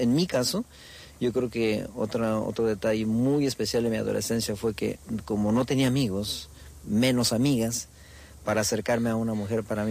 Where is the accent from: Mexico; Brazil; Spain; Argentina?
Mexico; Mexico City; Bueno, yo soy mexicano, vengo de una familia grande en la ciudad, nací en la Ciudad de México.